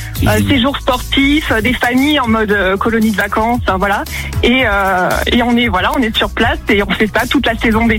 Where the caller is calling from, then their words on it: Provence-Alpes-Côte d'Azur, France; Alors, je suis dans les Alpes de Haute-Provence.